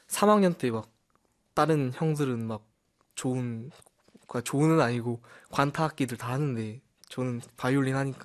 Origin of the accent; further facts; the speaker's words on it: Gangwon, South Korea; 저는 또 강원도 사람이다 보니까